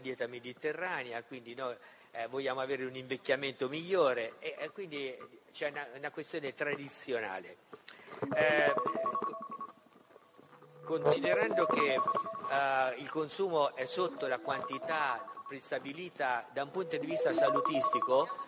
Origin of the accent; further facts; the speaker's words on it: Perugia, Umbria, Italy; vengo da Perugia.